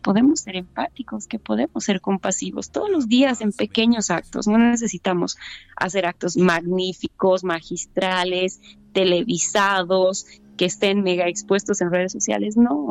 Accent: Bolivia; no somos solo los bolivianos

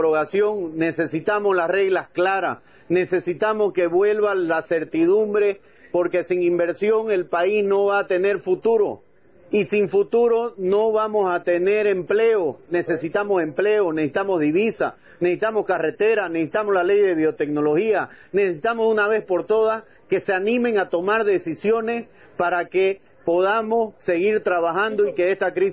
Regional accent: Santa Cruz, Bolivia; no lo podemos permitir como cruceños. La vocación del cruceño es la productiva.

